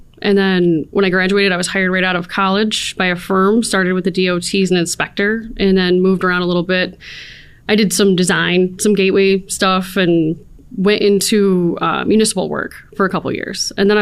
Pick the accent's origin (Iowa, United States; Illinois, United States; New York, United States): New York, United States; Born and raised in the Southern Tier. I grew up actually down in Allegheny County, which I think is the farthest south you could get from this office.